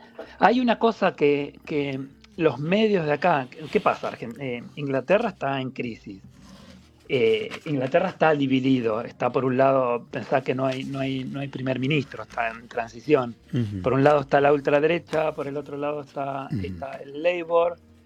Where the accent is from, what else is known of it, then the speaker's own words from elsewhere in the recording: Argentina; moved away as an adult; now in London, United Kingdom; somos los argentinos del pueblo.